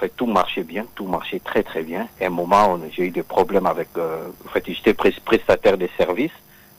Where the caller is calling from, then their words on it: Paris, Île-de-France, France; En fait, j'appelle de Paris.